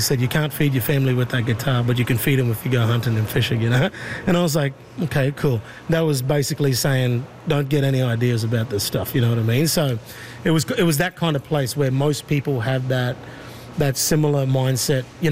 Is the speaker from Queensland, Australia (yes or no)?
yes; Mossman, Queensland, Australia; now in Ottawa, Canada; This is in Mossman, Queensland, yeah, my hometown of Mossman. And so we're also from the same tribe as well in that town.